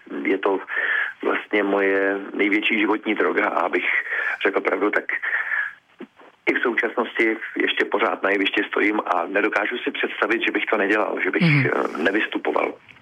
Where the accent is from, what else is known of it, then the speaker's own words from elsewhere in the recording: Most, Ústí nad Labem Region, Czechia; já jsem z Mostu a hrdě prohlašuji, že jsem kluk z Koneční